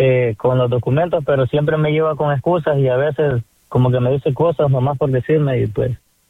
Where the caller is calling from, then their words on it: Jacksonville, Florida, United States; yo vivo en Jacksonville